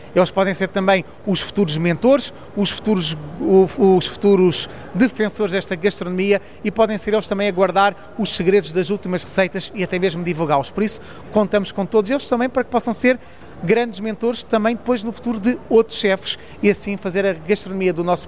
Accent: Portugal; eu adoro carne, mas um bom peixe, enquanto português, também nos está muito ligado à nossa identidade.

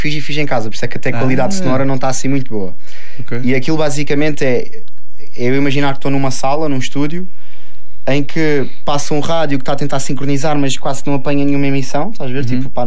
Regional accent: Faro, Portugal; Pá, eu sou farense, sou algarvio, eu respiro o Algarve, eu adoro a minha terra, adoro a minha zona, adoro as pessoas daqui, adoro a nossa maneira de falar.

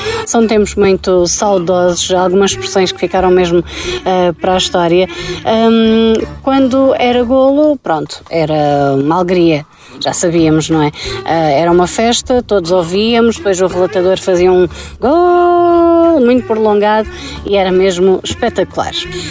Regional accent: Portugal; No meu caso, no caso da minha terra, era uma carrinha da Gulbenkian, assim, alaranjada.

